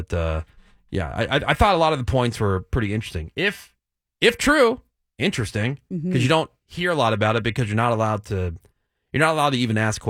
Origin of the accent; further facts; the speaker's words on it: New Jersey, United States; And I grew up in New Jersey